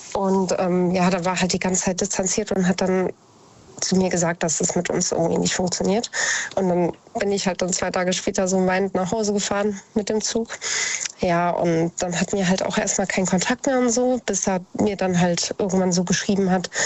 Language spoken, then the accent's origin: German; Idstein, Hesse, Germany; born or raised there